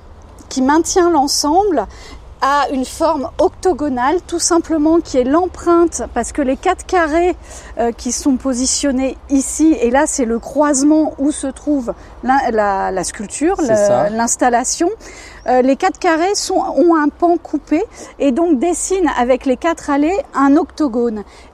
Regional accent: Bayeux, Normandy, France; Puisque j'ai grandi à Bayeux.

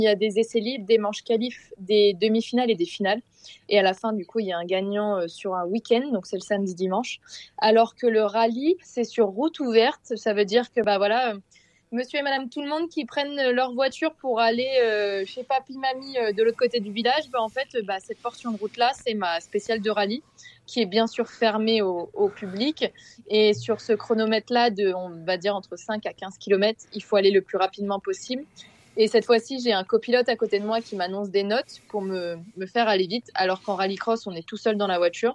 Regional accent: Normandy, France; born there; now in Sarthe, France; moi je suis née dans l'Orne, mais j'habite dans la Sarthe, donc c'est mes deux départements, on va dire, de natal, donc j'y tiens vraiment énormément.

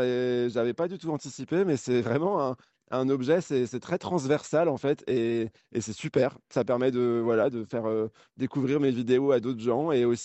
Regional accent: Brittany, France; moi, en tant que Breton

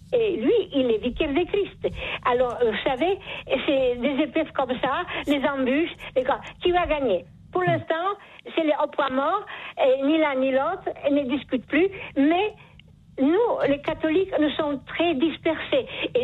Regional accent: Poland; French is a second language; Voilà, je suis polonaise, je m'excuse. Alors, des fois j'accente qui n'est pas bon.

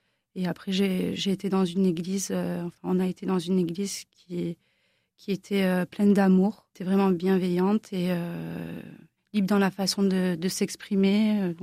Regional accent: Toulon, Provence-Alpes-Côte d'Azur, France; Je suis de Toulon.

